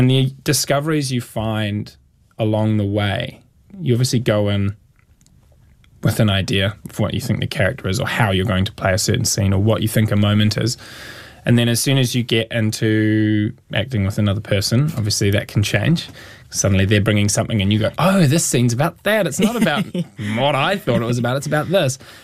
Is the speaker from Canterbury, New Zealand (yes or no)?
yes; Christchurch, Canterbury, New Zealand; I'm from Christchurch, but, you know, I have family friends who are farmers, and we spend a lot of our time in, like, rural Otago and places like that.